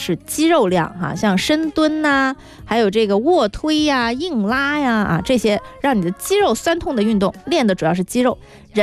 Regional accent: China; 我老家和我成长的地方都没超过长江以北，都在长江以南，你说我算不算北方了？

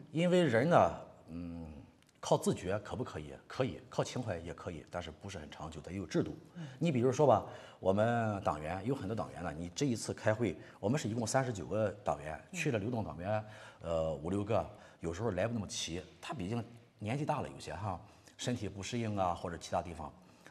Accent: Shandong, China

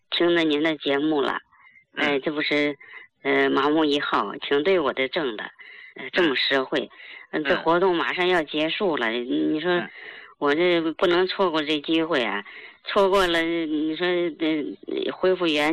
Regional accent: Tianjin, China; 我是天津的。

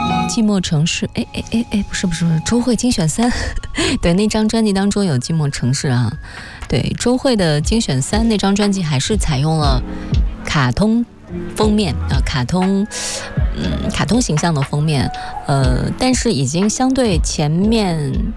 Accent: Nantong, Jiangsu, China; moved away; 像我的老家南通

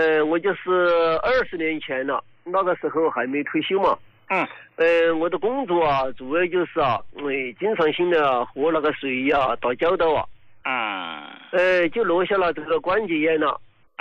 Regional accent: Sichuan, China; 胡老师啊，我是四川的一个听众。

